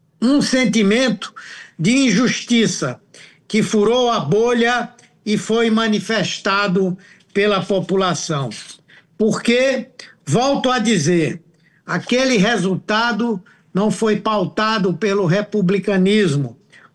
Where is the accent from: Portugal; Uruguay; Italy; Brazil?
Brazil; como brasileiro e como senador